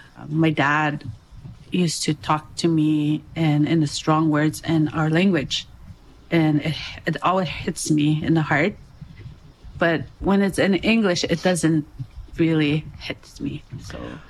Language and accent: English; Northwest Territories, Canada; I'm from Dene, like the Dalene Gotine